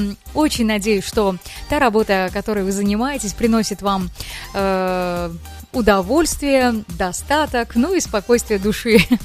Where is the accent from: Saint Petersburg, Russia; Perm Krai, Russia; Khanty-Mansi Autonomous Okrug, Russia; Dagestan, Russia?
Dagestan, Russia; Kaspiysk; Я сама из Каспийска, но Махачкала для меня второй дом.